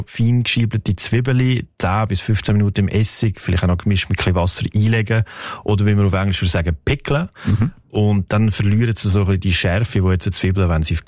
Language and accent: German; Switzerland; Oder bei uns in der Schweiz kennt man natürlich den Servelab besonders gut.